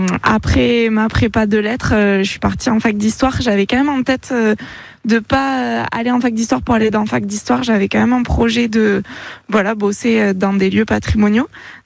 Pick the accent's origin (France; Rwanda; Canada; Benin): France; Occitanie; moved away as an adult; now in Basque Country, France; J'ai grandi dans le Gers